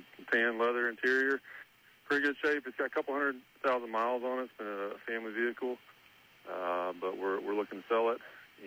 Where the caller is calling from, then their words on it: Fort Smith, Arkansas, United States; Yes, I'm calling from Fort Smith.